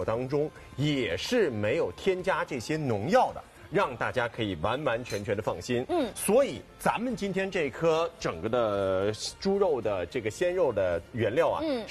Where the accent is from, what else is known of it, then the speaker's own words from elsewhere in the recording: Shanghai, China; 就是咱们上海人自己的味道，就是咱们上海人本土的品牌